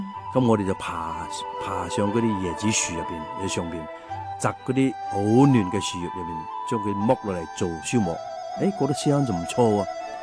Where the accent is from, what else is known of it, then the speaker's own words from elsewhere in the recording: Hainan, China; 我十一二岁开始，因为我家乡喺海南岛，嗰阵时咧就系好多文艺宣传队